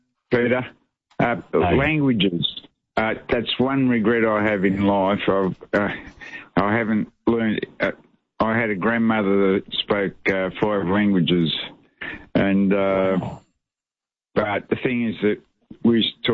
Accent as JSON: {"language": "English", "country": "Egypt", "said": "And I mean, my parents spoke English even before they came out here. We came out from Egypt, and yeah, that's one regret I have, because I would have loved to have learned French."}